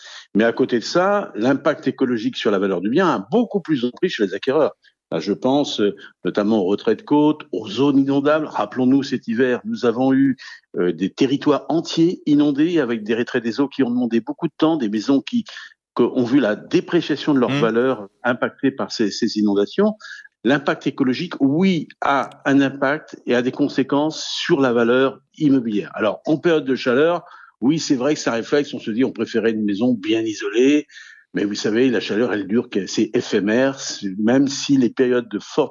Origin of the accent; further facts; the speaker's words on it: Brittany, France; Voilà, je suis breton, c'est pour ça que je suis un peu chauvin.